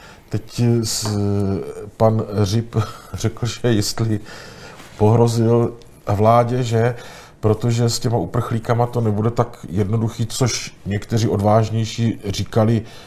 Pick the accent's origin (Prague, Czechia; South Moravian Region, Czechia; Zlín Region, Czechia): South Moravian Region, Czechia; Tišnov; born there; Modrá a žlutá jsou barvy mého rodného města Tišnova.